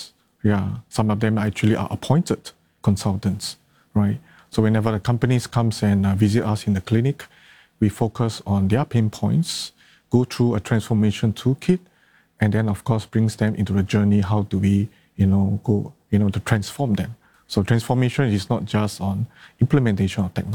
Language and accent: English; Singapore; Then I think being a Singaporean, so I'm being an entrepreneur